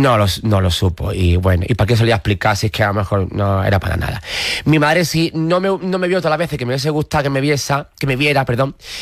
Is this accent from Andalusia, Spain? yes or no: yes; Jerez de la Frontera, Andalusia, Spain; En mi tierra, estaba en Jerez, de pregón, en Cádiz, en San Fernando.